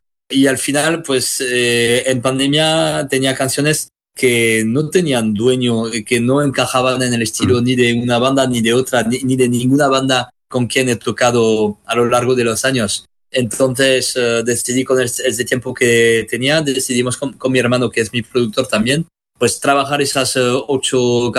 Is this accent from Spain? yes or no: yes; Basque Country, Spain; Bueno, pues como has dicho, yo vengo del País Vasco